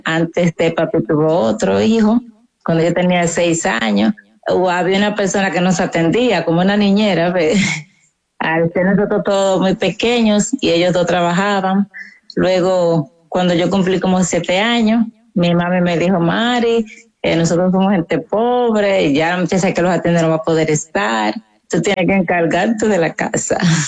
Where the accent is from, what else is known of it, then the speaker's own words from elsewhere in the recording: La Romana, Dominican Republic; Soy de La Romana, en República Dominicana.